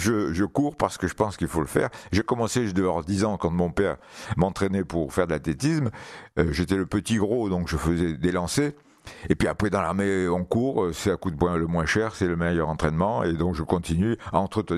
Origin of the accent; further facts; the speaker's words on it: Algiers, Algiers Province, Algeria; also born or lived in Blida; now in Avignon, France; je suis né à Blida, mais en fait, j'ai toujours vécu à Alger, de la capitale, puisque finalement, j'ai toujours vécu là. Blida, je n'ai fait que traverser Blida quand je me déplaçais dans ce coin-là. Et toute ma famille est originaire de Boufarik. Boufarik, qui est aussi le village comme Blida.